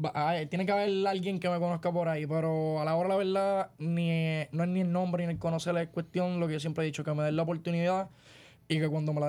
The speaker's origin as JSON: {"language": "Spanish", "town": "Bayamón", "country": "Puerto Rico", "tie": "born or raised there", "said": "Yo soy de Bayamón, de Bayamón de toda la vida."}